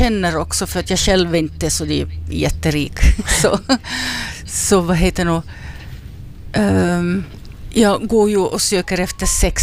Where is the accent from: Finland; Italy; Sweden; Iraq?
Finland; vi finländare